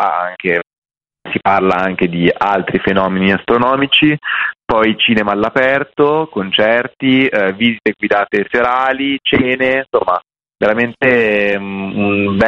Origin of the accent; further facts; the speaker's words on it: Milan, Lombardy, Italy; io sono di Milano